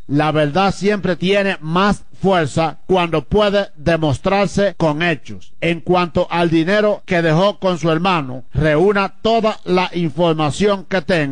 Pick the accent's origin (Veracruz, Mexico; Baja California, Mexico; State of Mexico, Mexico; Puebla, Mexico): State of Mexico, Mexico; Ixtapan de la Sal; Regresé a mi pueblo acá en Iztapan de la Sal.